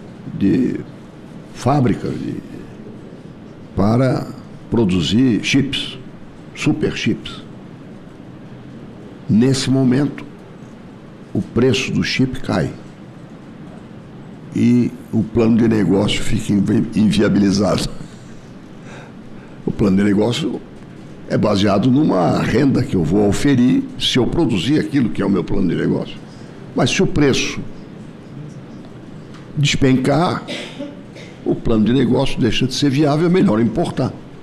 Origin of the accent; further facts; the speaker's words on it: South Region, Brazil; eu sou do sul do Brasil.